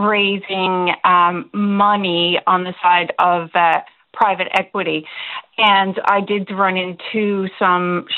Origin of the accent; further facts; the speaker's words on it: Bonavista, Newfoundland and Labrador, Canada; I got the help of my hometown of Bonavista and my entire family on both sides